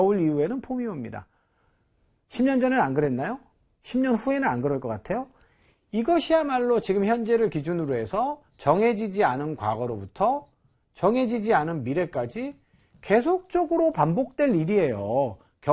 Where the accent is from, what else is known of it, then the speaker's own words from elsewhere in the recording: South Korea; 저는 이제 한국인이에요. 여러분들도 한국인이죠. 그래서 한국말로 해석이 자연스러운 게 물론 좋습니다.